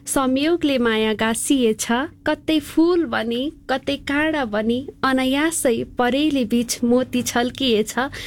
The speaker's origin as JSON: {"language": "Nepali", "town": "Kathmandu", "region": "Bagmati", "country": "Nepal", "tie": "born there", "said": "फेरि मेरो जन्म पनि यही भयो।"}